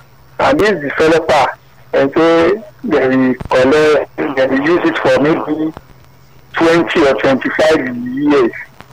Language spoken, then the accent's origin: English; Lagos, Nigeria; Maybe I live in Sadiko. I grew up in Sadiko, Lagos Island.